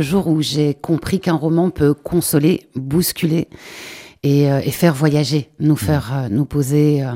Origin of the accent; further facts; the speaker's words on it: Saint-Vaast, Wallonia, Belgium; je suis de Saint-Va, juste à côté de la Louvière.